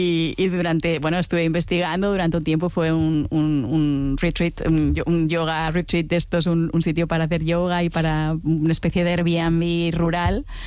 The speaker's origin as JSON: {"language": "Spanish", "region": "Balearic Islands", "country": "Spain", "lives_now": "Barcelona, Spain", "said": "Yo si soy mallorquina, si soy barcelonesa, siempre le he estado dando vueltas a esto."}